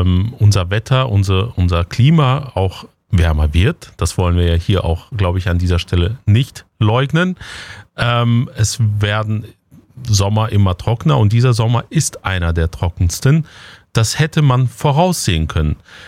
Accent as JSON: {"language": "German", "region": "North Rhine-Westphalia", "country": "Germany", "said": "ich komme ja auch aus der Ecke, wo Friedrich Merz herkommt, aus NRW in Ostwestfalen."}